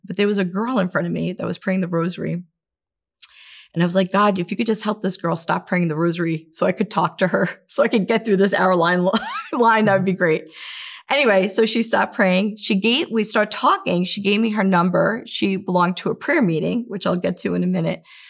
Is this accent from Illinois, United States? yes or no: no; New York, United States; You know, I'm from New York. We don't hug each other, you know, unless you know each other.